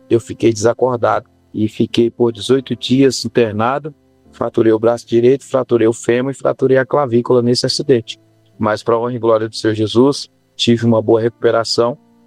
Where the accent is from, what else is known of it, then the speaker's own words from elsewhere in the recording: Bahia, Brazil; now in Belo Horizonte, Brazil; Vim da Bahia para aqui, para Belo Horizonte, em 2011, e em 2013 eu planejava ir embora.